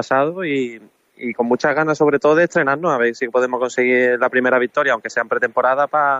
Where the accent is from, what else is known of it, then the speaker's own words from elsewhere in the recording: San Fernando, Andalusia, Spain; nosotros somos de San Fernando.